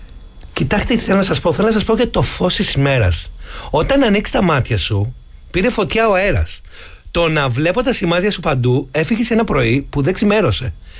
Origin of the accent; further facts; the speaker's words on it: Piraeus, Attica, Greece; born there; moved away; Έτσι κάνουμε Πειραιώτες. Okay. Εγώ γεννήθηκα στα Καμίνια.